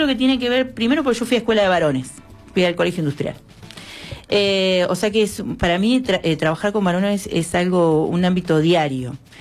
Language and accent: Spanish; General Pico, La Pampa, Argentina; ahora soy Villa Alonso, sí, pero siempre, o sea, nací en el Molino de General Pico